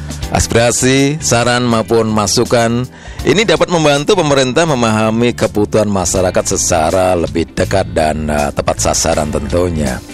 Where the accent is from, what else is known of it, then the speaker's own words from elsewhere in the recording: Magelang, Central Java, Indonesia; sebagai bentuk kepedulian kita warga Kota Magelang